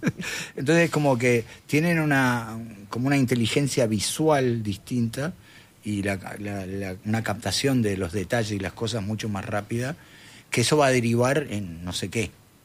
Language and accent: Spanish; Uruguay; Nos reímos mucho de nosotros mismos, digamos, como uruguayos